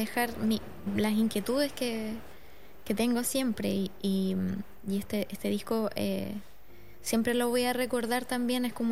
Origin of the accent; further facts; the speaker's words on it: Valdivia, Los Ríos, Chile; ir con … a Valdivia a grabar el videoclip. Lo pasamos muy bien en mi ciudad natal, y también quería como encontrar la excusa perfecta para nombrar mi ciudad natal y contar de dónde vengo.